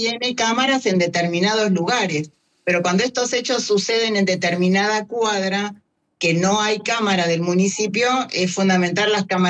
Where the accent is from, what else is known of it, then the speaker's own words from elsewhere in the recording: Vicente López, Buenos Aires Province, Argentina; now in Bolívar, Argentina; Yo originalmente soy de Buenos Aires, de Vicente López.